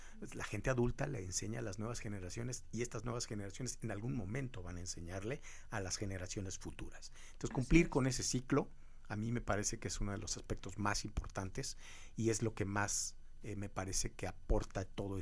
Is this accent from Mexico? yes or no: yes; Mexico; Como mexicano en general